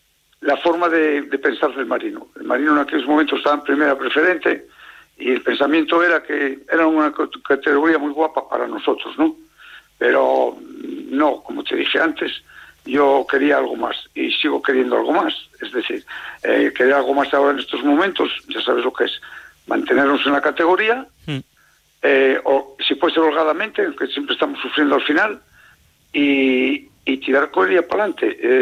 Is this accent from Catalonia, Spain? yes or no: no; Luanco, Asturias, Spain; born or raised there